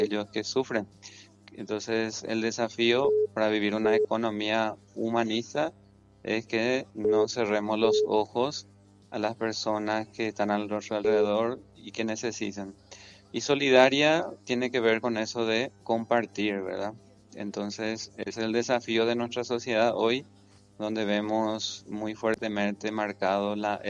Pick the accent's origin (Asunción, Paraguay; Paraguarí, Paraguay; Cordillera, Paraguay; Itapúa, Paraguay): Itapúa, Paraguay; Carmen del Paraná; moved away; Nosotros somos de Carmel, Paraná, Itapúa